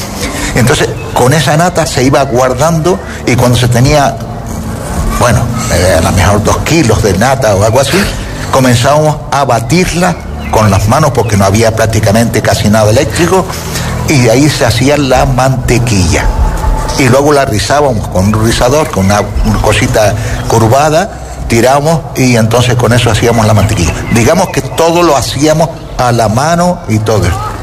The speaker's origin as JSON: {"language": "Spanish", "region": "Canary Islands", "country": "Spain", "tie": "born there", "said": "Pero hombre, yo soy nacido en Gran Canaria, ¿no? Pero cuando he venido aquí al sur hace 45 años, ya mi mujer me dijo, dice, de aquí yo no me muevo."}